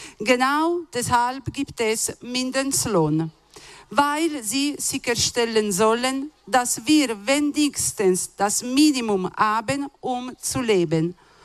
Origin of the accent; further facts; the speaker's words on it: Italy; moved away as an adult; now in Switzerland; Ich komme aus Italien und ich arbeite hier in der Schweiz in der Gastronomie.